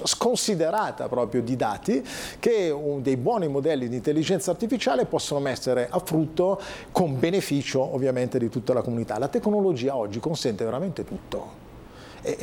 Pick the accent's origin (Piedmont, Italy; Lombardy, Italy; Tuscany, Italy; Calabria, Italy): Lombardy, Italy; Como